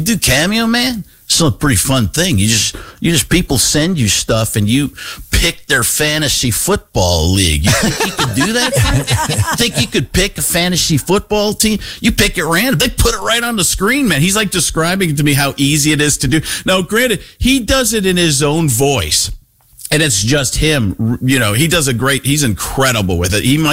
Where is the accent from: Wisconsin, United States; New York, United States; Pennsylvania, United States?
Wisconsin, United States; Waukesha; born or raised there